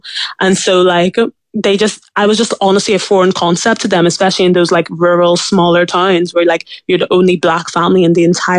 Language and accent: English; Belfast, Northern Ireland, United Kingdom; now I grew up in East Belfast and at the time, now it's like quite different.